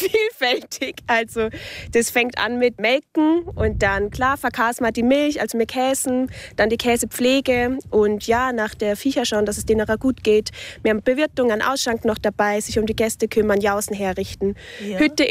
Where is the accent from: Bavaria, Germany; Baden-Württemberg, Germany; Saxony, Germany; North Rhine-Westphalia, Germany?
Bavaria, Germany; Würzburg; now in Austria; Im Norden, Nordbayern, also Deutschland und aus Würzburg.